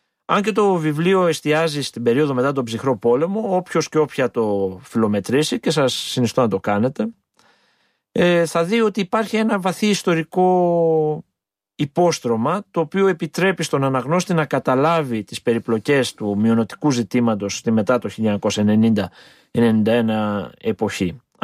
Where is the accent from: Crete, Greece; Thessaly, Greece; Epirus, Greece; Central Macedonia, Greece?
Epirus, Greece; Ioannina; Εγώ μεγάλωσα στα Γιάννενα τη δεκαετία του 80, δηλαδή γεννήθηκα στα τέλη της δεκαετίας του 70